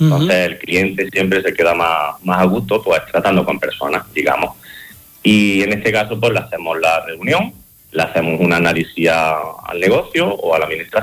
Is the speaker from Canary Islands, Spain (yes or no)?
no; Jaén, Andalusia, Spain; yo soy de aquí de Jaén